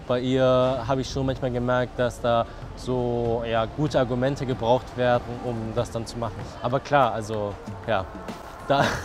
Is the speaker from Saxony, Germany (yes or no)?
no; Düsseldorf, North Rhine-Westphalia, Germany; Ich bin in Düsseldorf ja aufgewachsen, also geboren und aufgewachsen und habe selber ja nie in Japan gewohnt oder gelebt.